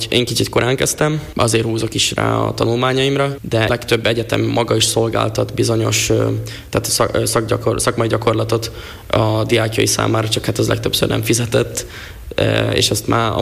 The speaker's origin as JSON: {"language": "Hungarian", "region": "Felvidék", "country": "Slovakia", "said": "Az elmúlt 5-10 év rendkívül politikailag fűtött volt, főleg magyarként, felvidéki magyarként"}